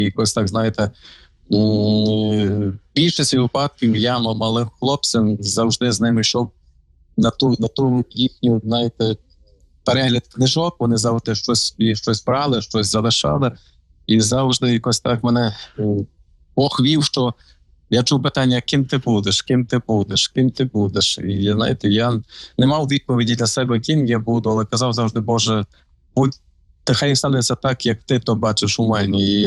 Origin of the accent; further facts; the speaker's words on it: Ivano-Frankivsk Oblast, Ukraine; moved away; Івано-Франківська